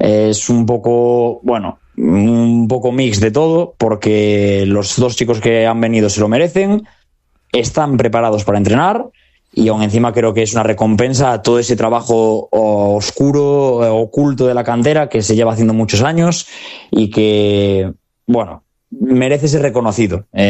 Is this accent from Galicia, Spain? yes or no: yes; Galicia, Spain; Pues como buen gallego te diré que depende